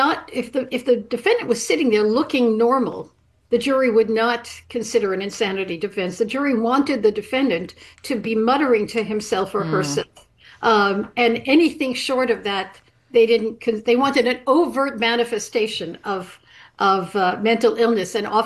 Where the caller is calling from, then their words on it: Martha's Vineyard, Massachusetts, United States; Hello, I'm calling you from Martha's Vineyard.